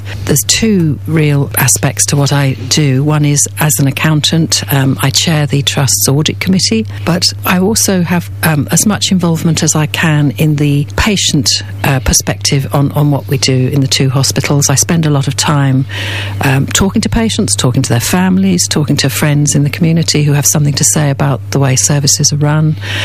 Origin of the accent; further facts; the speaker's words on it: Liverpool, North West England, United Kingdom; born there; now in South East England; My family is from the Northwest. My father's from Liverpool. My mother from St. Helens. I was born in Liverpool in the very early 60s. I didn't spend a great deal of time there because my parents moved to the southeast in the mid 60s.